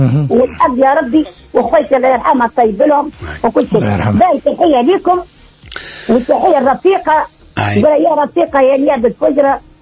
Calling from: Zarzis, Medenine, Tunisia; من زرجيس.

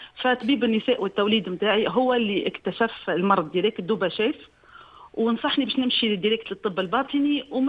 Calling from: Nabeul, Nabeul Governorate, Tunisia

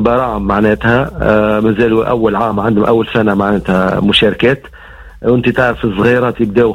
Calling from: Sfax, Sfax Governorate, Tunisia; عندنا في صفاقس

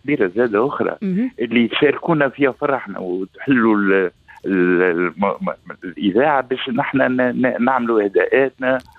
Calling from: Ez Zahra, Tunisia; من الزهره.

